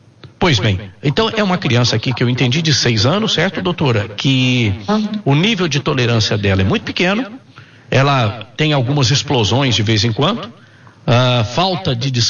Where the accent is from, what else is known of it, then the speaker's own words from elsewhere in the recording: Minas Gerais, Brazil; born there; moved away; lá em Minas Gerais, onde eu nasci